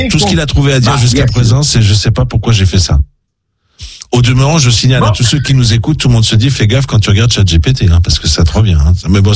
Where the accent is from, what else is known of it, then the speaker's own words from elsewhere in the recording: Israel; Nous voulons rentrer chez nous en Israël, mais on peut pas.